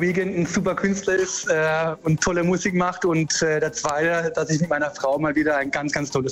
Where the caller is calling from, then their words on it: Karlsruhe, Baden-Württemberg, Germany; wir kommen ja aus der Ecke Karlsruhe